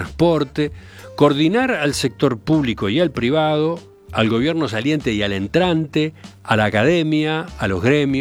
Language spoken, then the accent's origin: Spanish; Uruguay; ¿Cómo creen que podemos presentar a Uruguay al mundo cuando llegue ese momento que nos define como uruguayos?